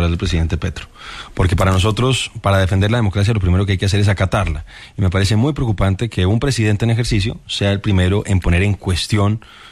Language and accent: Spanish; Bogotá, Colombia; Mi papá de aquí de Bogotá, mi mamá sí es paisa.